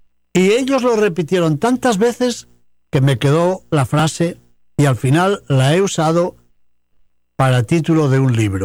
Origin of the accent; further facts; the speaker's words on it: León, Castile and León, Spain; en la parroquia de San Francisco de la Vega, en mi ciudad natal de León